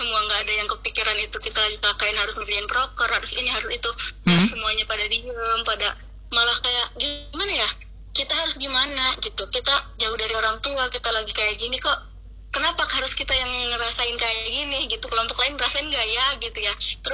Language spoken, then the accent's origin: Indonesian; Subang, West Java, Indonesia; born there; moved away as an adult; now in Banten, Indonesia; asal aku dari Subang, Jawa Barat, Kak. Kebetulan aku lahiran sini, tapi tinggalnya di Subang dan sekarang kuliah di sini gitu.